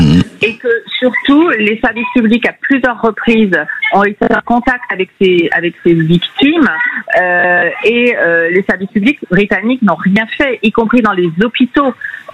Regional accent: France; Moi, je suis française

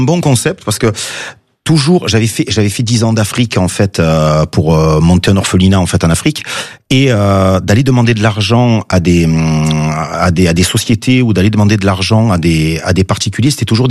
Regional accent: Marseille, Provence-Alpes-Côte d'Azur, France; Je suis de Marseille, donc ouais. Marseille, le plus dur à sortir, c'est le ballon, c'est pas l'enfant.

